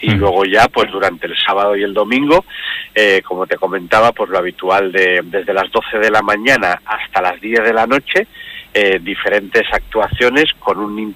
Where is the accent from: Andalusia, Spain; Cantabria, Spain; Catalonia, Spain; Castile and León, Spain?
Cantabria, Spain; Polanco; Polanco, que es mi pueblo